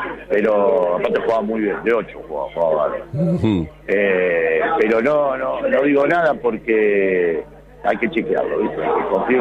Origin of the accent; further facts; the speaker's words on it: Buenos Aires, Argentina; cuando era chiquito y me juntaba con mis amigos en el Parque Chacabuco para jugar a la pelota